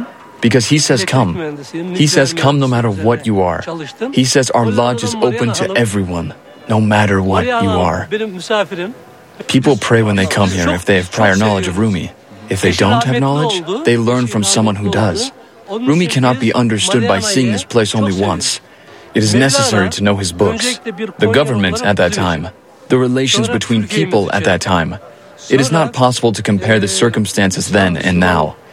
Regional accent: Konya, Turkey; I'm from Konya.

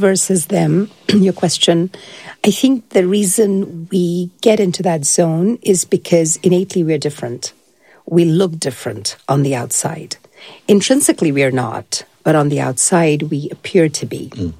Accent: India; given I'm from India, land of diversity in every way, shape, and form

